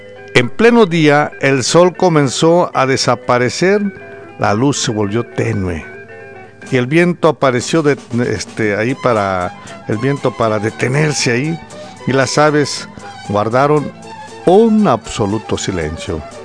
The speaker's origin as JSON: {"language": "Spanish", "country": "Mexico", "said": "los que somos mexicanos"}